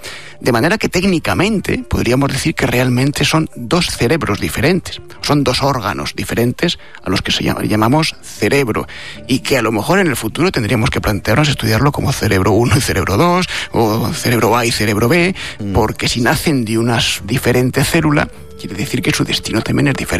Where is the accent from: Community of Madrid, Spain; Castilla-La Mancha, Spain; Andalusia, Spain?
Community of Madrid, Spain; Madrid; Yo que soy madrileño